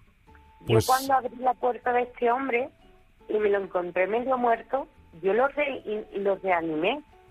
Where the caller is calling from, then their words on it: Medina-Sidonia, Andalusia, Spain; Soy de Medina Sidonia, Cádiz.